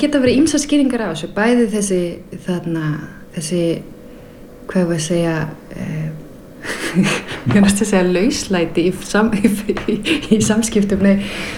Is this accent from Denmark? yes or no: yes; Denmark; now in Iceland; nú er ég alinn upp í Danmörku og það er mjög sjaldan að þú verður fyrir reiði í opinberu rými